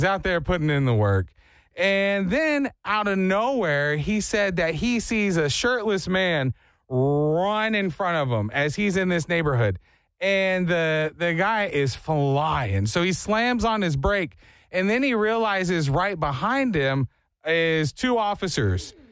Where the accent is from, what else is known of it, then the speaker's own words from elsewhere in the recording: Texas, United States; I'm from Texas.